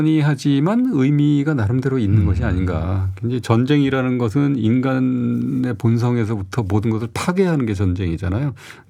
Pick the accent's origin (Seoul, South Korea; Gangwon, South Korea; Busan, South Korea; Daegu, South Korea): Seoul, South Korea; 제가 사실은 어린 시절을 성수동에서 보냈습니다.